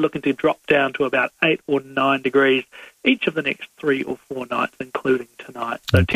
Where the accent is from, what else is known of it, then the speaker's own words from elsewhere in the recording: Wellington, New Zealand; Yeah, well done. Picked up on that one. Good on you. I'm from Wellington.